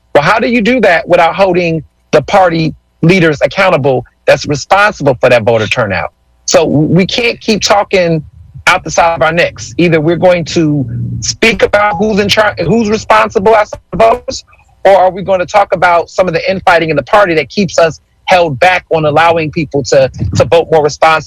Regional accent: Texas, United States; now in Philadelphia, United States; you know, I grew up in Texas, and I kept telling people that Philadelphia sometimes don't take advantage of the rights that we do have.

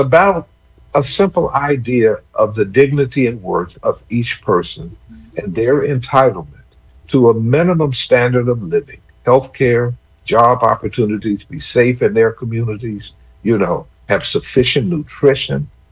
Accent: the South, United States; growing up in the South, I never met or saw a Republican in public office.

